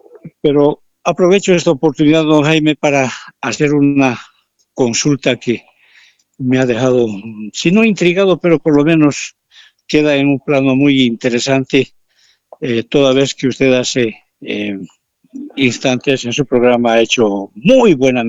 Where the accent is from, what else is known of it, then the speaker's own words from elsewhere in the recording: Sucre, Chuquisaca, Bolivia; moved away as an adult; now in Yacuiba, Bolivia; desde niño, cuando nací, crecí y me formé en la ciudad de Sucre, capital de Bolivia